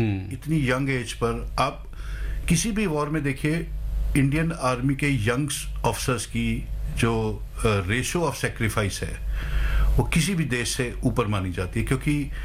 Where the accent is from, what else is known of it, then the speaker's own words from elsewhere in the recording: Rohtak, Haryana, India; मैं रोहतक का रहने वाला हूँ